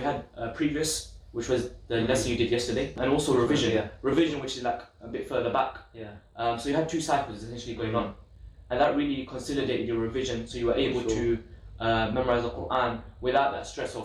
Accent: London, United Kingdom; I was born in London, lived in London, two Islamic schools.

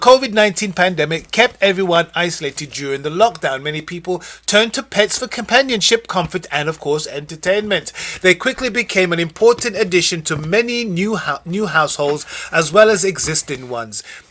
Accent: London, United Kingdom; when we were growing up in London, northwest London, we had a number of pets.

